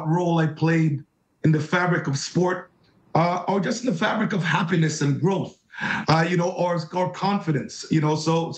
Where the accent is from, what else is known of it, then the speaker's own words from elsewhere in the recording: Jamaica; born there; I think that I was born in Jamaica. And so in Jamaica, when you're in grade one, grade two, what track and field is the standard.